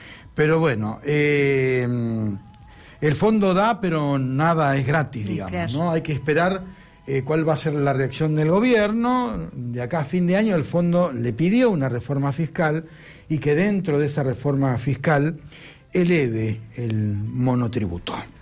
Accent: Argentina; Y porque somos argentinos, somos criollos.

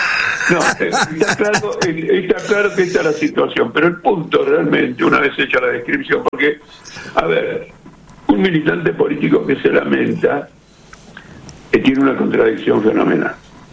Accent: Argentina

